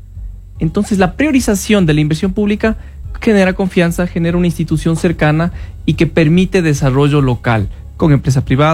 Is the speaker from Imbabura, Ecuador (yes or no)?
yes; Ibarra, Imbabura, Ecuador; como ibarreños, imbabureños, como ecuatorianos